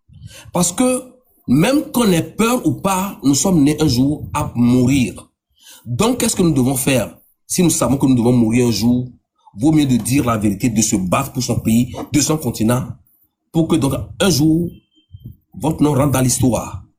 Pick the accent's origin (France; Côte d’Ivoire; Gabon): Côte d’Ivoire; also born or lived in Togo; Bien sûr que j'ai grandi en Côte d'Ivoire, j'ai fait ma carrière en Côte d'Ivoire, mais je suis africain, mais je suis togolais d'abord.